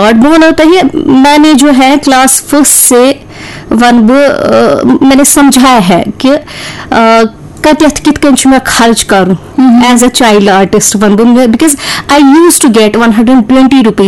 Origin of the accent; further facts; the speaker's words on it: Jammu and Kashmir, India; born there; जी मेरी जो पैदाइश हुई है वो हुई है गुरगड़ी मोहल्ला जैना कदल में।